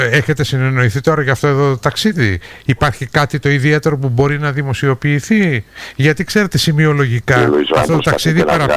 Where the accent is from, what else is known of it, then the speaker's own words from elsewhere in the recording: Kalymnos, South Aegean, Greece; Για πείτε μου, η πατρίδα μου, η Κάλυμνος, πώς είναι, όλα εντάξει?